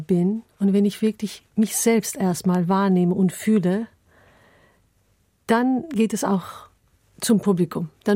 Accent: Istanbul, Turkey; moved away; weil ich auch in Istanbul aufgewachsen bin, in einem Viertel, wo man auch dieses anatolische Seele hören kann, wo alle Menschen, die aus Anatolien nach Istanbul umgezogen sind, zusammenleben.

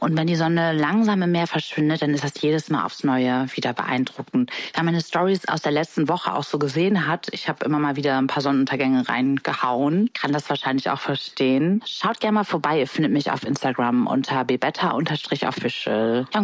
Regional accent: Bremen, Germany; also born or lived in Cuxhaven; Ich bin hier sozusagen mit groß geworden, neben Bremen. Bremen ist ja meine Heimat und Cuxhaven sozusagen die zweite.

